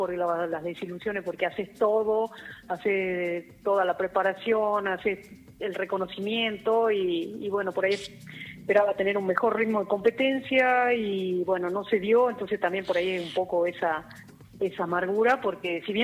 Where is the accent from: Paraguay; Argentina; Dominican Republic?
Argentina; Jujuy; el honor más grande de decir, soy jujeña en una delegación argentina